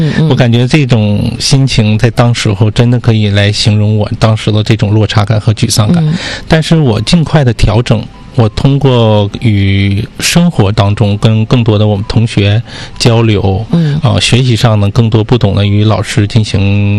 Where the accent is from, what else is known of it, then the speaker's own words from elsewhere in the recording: Russia; Chinese is a second language; 完了之后我们俄罗斯人说呢，我们可能听的时候也有比较这个不理解，就是语音上的一个差异。